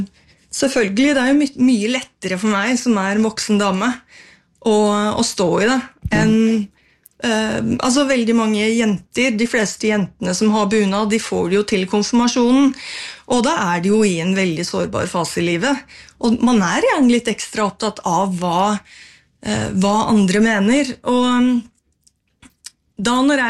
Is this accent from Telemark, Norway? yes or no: no; Buskerud, Norway; hjemstedet mitt, altså Øvre Hallingdal